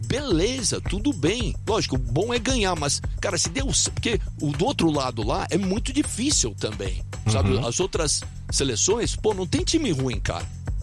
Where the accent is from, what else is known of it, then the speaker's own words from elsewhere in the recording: Brazil; sou brasileiro